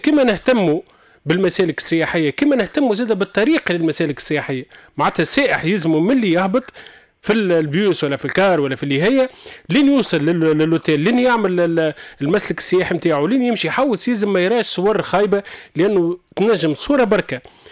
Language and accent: Arabic; Tunisia; انا كتونسي